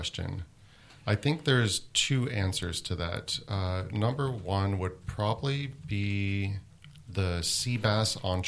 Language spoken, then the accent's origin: English; Las Vegas, Nevada, United States; So I think growing up in Las Vegas, my whole family worked in the industry as well, and on the gaming side in the casinos.